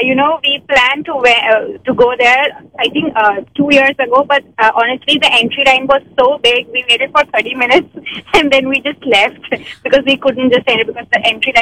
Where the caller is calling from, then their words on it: Newark, California, United States; I'm calling from Newark.